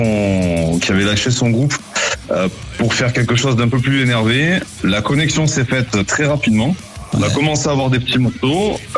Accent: Valence, Auvergne-Rhône-Alpes, France; On vient de Valence. Valence, c'est au sud de, on va dire, c'est au sud de Lyon. C'est à une heure au sud de Lyon, à une heure de Grenoble.

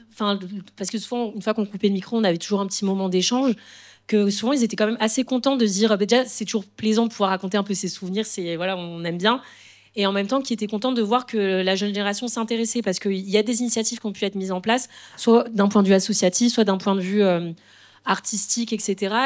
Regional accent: France; born there; en tant que justement génération née en France

